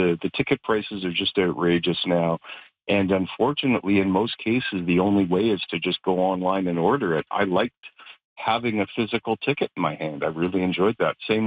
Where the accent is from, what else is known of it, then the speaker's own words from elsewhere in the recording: Toronto, Ontario, Canada; now in Kenora, Canada; I grew up in Toronto. I was there most of my life.